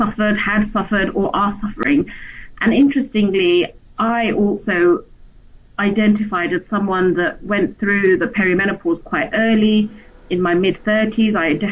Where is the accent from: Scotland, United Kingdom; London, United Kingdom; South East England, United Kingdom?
South East England, United Kingdom; Surrey; moved away as an adult; now in United Arab Emirates; born and raised in Surrey in England. And moved to the UAE about 17 months ago now